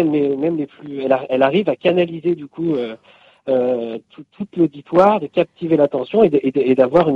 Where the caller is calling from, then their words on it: Provence-Alpes-Côte d'Azur, France; je suis effectivement à la limite entre Monaco et Nice